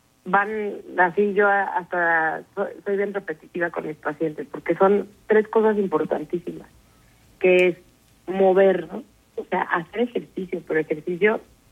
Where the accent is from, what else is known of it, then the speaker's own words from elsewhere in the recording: Mexico; Nosotros, luego como mexicanos, no tenemos una dieta tan alta en proteína